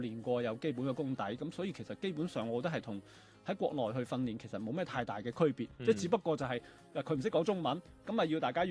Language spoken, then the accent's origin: Cantonese; China; 咁我覺得其實包括我哋中國人點樣推廣我哋中國功夫